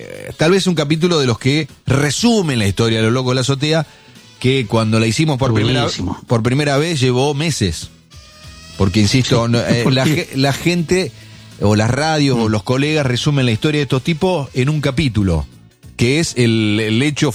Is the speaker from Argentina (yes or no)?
yes; La Madrid, Tucumán, Argentina; Se juntan, había muchas asociaciones, se juntan en mi pueblo, en La Madrid, y ahí va uno de los capos del movimiento, que era Dani Camporini.